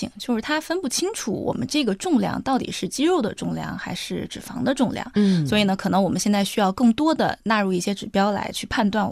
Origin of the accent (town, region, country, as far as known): China